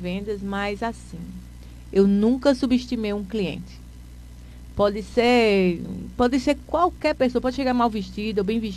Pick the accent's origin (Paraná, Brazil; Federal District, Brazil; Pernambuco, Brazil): Pernambuco, Brazil; Toritama; Eu sou aqui da cidade de Toritama, né?